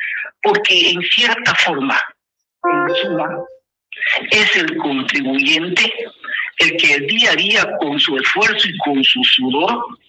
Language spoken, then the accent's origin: Spanish; Pando, Bolivia; born there; Soy abogado de profesión, pandino de origen campesino. Yo nací en Cachuelita, allá en Olla del Tahuamano.